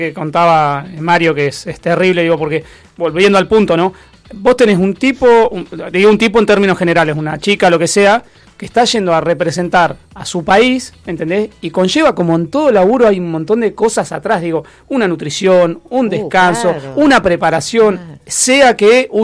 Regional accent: Argentina

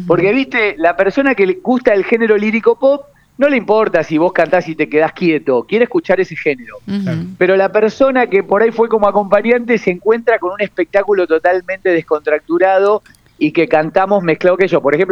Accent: Argentina; siendo argentino, hijo de un tintorero sin apellido famoso y sin plata

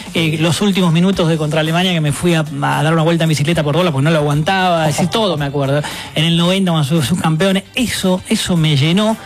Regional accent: La Pampa, Argentina; moved away

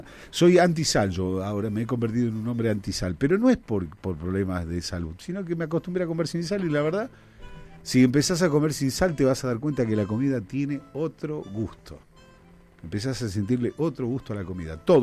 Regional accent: Quilmes, Buenos Aires Province, Argentina; Yo soy a 4 cuadras de que se termine Quilmes. O sea, soy de Quilmes.

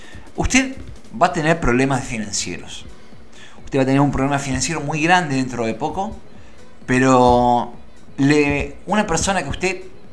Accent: Argentina

